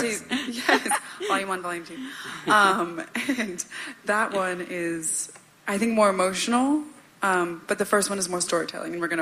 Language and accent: English; Boston, Massachusetts, United States; moved away; I'm from Boston.